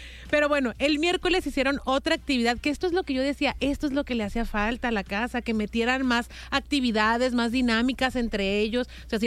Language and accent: Spanish; Mexico; Somos mexicanos.